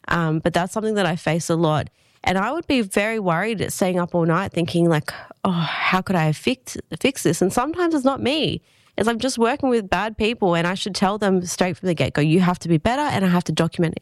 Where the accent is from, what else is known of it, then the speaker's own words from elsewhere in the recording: Sydney, New South Wales, Australia; now in Goulburn, Australia; I came from Sydney originally.